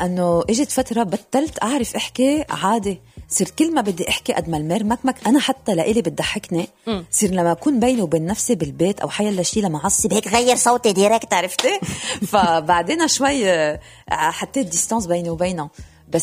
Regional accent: France; طبعا دم لبناني كل شيء فيه لبناني وبعدين رغم أنه أنا كبرت بفرنسا ماما ربتنا على اللبنانية

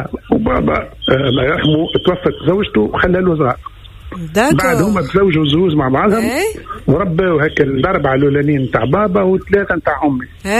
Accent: Tunisia; وبعد هنا الدار اللي هبتنا فيها في تونس وسكننا فيها

